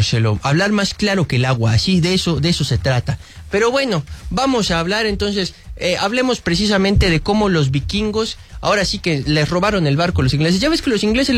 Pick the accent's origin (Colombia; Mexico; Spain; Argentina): Mexico; que no sé si somos nosotros los mexicanos los salados